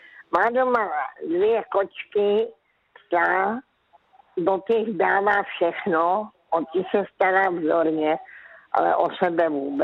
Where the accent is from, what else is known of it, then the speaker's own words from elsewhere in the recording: Karolinka, Zlín Region, Czechia; moved away; já jsem se narodila v Karolince, to byla vesnice, když jsem se já narodila